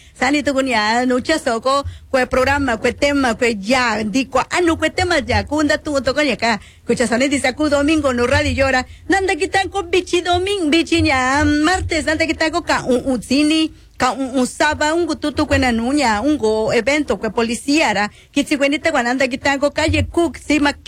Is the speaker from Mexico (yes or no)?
yes; Oaxaca, Mexico; moved away; pisar las tierras natales, sí. Ir hasta el pueblo donde naciste, esos bellos recuerdos que tienes de infancia.